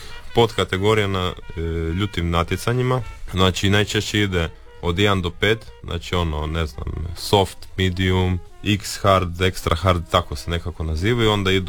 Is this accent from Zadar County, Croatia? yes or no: no; Istria County, Croatia; kod nas u Istri